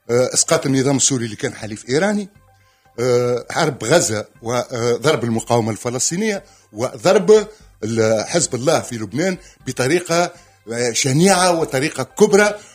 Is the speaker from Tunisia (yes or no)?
yes; Tunisia; أنا كتونسي عربي